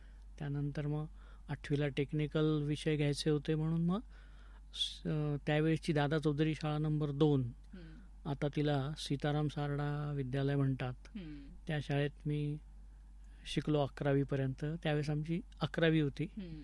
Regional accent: Ahmednagar, Maharashtra, India; born there; also born or lived in Raver, Jalgaon district, Khandesh; मी मूळचा रावेर, जिल्हा जळगाव, खान्देशमधला। माझं बालपण 9-10 वर्षापर्यंतचं तिथे गेलं, त्यानंतर मात्र मी नगरमध्येच आलो आणि नगरमध्येच वाढलो।

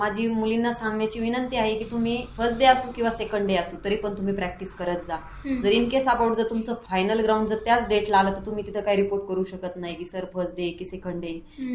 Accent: Maharashtra, India; बुरडगाव माझं गाव आहे, मला रोजचं 4 ते 5 किलोमीटर यावं लागायचं.

